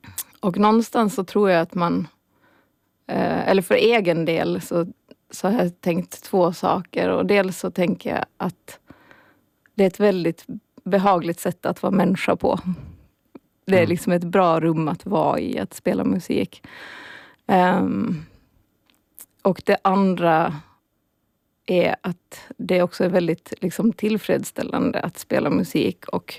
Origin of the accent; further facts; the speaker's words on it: Åland, Finland; Jag är uppvuxen på Åland, har tagit några kringelkrokar i livet och nu bor jag här sedan några år tillbaka.